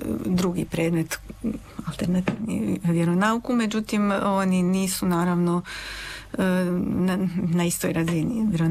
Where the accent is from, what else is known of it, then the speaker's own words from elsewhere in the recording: Croatia; Kod nas u Hrvatskoj